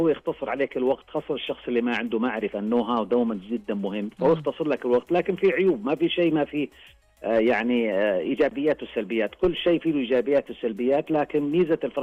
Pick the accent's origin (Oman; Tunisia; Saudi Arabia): Saudi Arabia